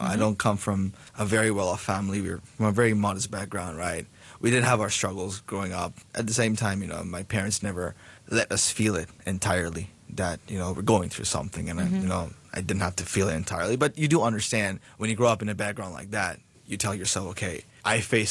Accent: Bangladesh; moved away as an adult; now in Hong Kong

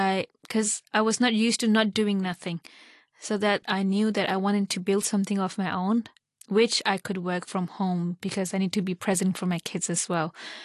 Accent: Hong Kong; born or raised there

